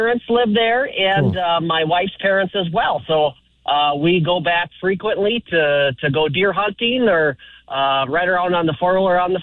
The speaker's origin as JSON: {"language": "English", "town": "Long Prairie", "region": "Minnesota", "country": "United States", "tie": "born or raised there", "moved": "as an adult", "said": "I grew up around Long Prairie. So, yeah, I spent my first 18 years of life there. And, you know, I only moved 50 miles away, so it's not so bad."}